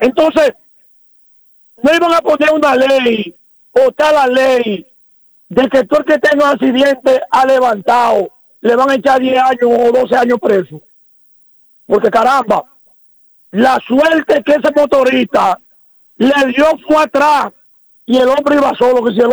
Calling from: Dominican Republic; todo lo que nos va a perjudicar a nosotros como dominicanos

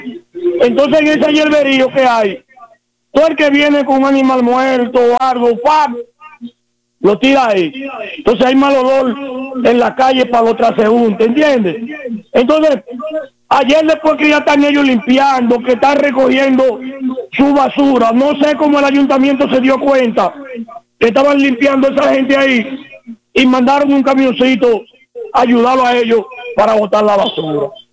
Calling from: Baní, Peravia, Dominican Republic

